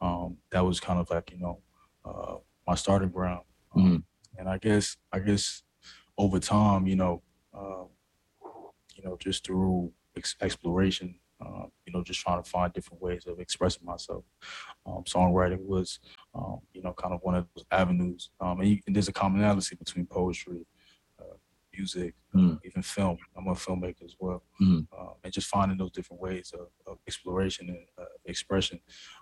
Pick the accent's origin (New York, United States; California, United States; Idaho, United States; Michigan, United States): New York, United States; born there; now in Brooklyn, United States; I'm a poet, I'm a songwriter. I was born in Harlem to two parents from originally from Bamako, Mali, West Africa.